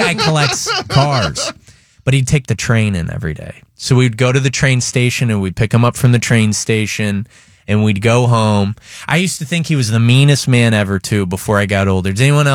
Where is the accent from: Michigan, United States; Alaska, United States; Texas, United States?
Michigan, United States; when I grew up in Michigan, I went to college when I was 17 years old in Chicago, and I obviously was very homesick.